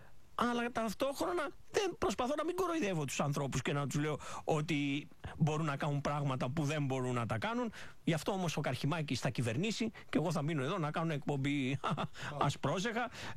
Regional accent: Greece; επειδή είμαστε Έλληνες

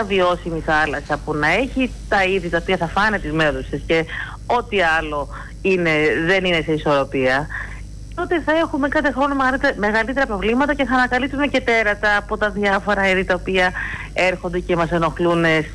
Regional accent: Greece

